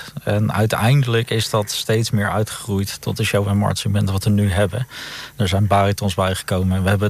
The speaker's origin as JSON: {"language": "Dutch", "town": "Leiden", "region": "South Holland", "country": "Netherlands", "accent": "Leiden", "said": "sorry voor mijn onwijze Leidse accent. Maar dan weet je wel dat ik er vandaan kom."}